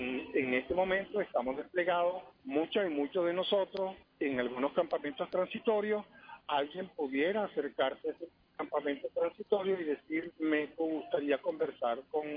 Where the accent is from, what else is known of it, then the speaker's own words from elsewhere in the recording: Venezuela; De los cuales 108 somos psicólogos venezolanos desplegados a lo largo del país